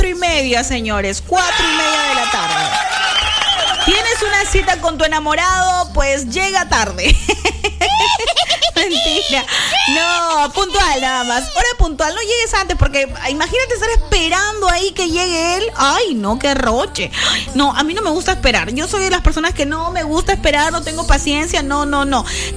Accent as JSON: {"language": "Spanish", "country": "Peru", "said": "somos peruanos"}